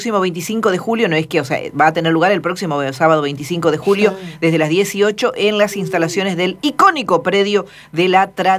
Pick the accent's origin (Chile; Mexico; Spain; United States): Chile; Concepción, Biobío; Somos todos de Concepción.